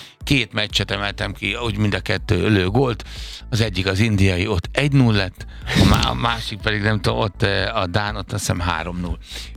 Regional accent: Budapest, Hungary; ráadásul én zuglói vagyok, tehát a BVST-t kedvelem, szeretem, kedveltem és szerettem

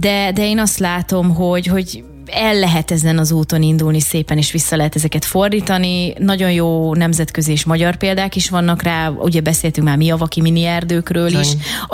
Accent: Budapest, Hungary; Én a 16. kerületben nőttem föl

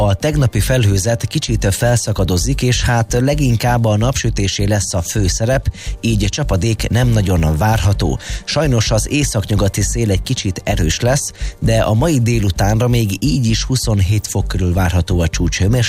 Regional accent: Szabolcs-Szatmár-Bereg, Hungary; hogy Szabolcs megyéből jöttem.

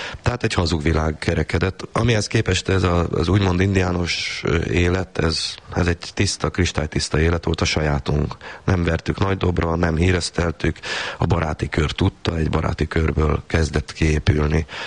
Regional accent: Fejér, Hungary; A Martonvásártól van 2-3 kilométer, hát ma már lassan összeépül az én kedves falum.

